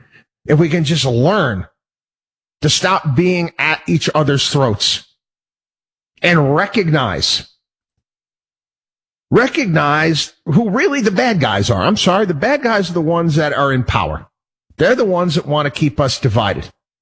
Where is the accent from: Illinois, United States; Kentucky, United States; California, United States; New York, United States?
New York, United States; Albany; born or raised there